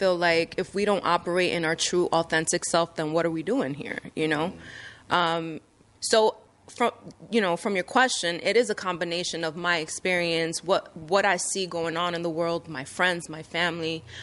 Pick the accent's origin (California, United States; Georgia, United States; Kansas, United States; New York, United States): New York, United States; dad's side, Dominican Chinese, mom's side, Dominican Turkish, so I'm a big mutt. but I was born and raised in New York between the Bronx and Dyckman.